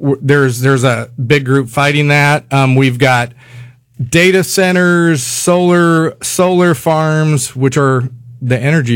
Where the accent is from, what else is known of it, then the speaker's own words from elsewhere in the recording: Bartonville, Illinois, United States; I grew up in Bartonville, Illinois, which is in Peoria County on the Peoria River